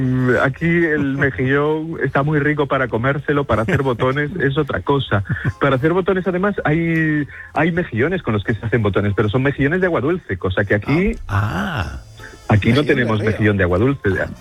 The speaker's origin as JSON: {"language": "Spanish", "region": "Galicia", "country": "Spain", "said": "Que bueno, yo como gallego tengo que indicar la ostra gallega como calidad"}